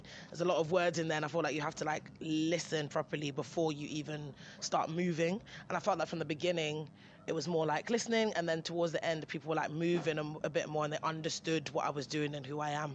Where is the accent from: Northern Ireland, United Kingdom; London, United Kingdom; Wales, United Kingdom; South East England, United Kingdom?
London, United Kingdom; I'm from London, and there's many different cultures in London and different people